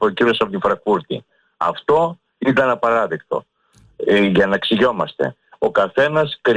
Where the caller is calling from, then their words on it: Athens, Attica, Greece; Εγώ είμαι Κυψέλη, η μαύρη μαυρίλα πλάκωσε, και καταγωγή από Μυτιλίνη, άλλη μαύρη μαυρίλα πλάκωσε.